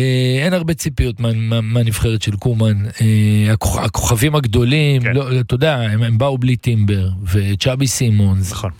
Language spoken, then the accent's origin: Hebrew; the Krayot, Haifa District, Israel; גדלתי בקריות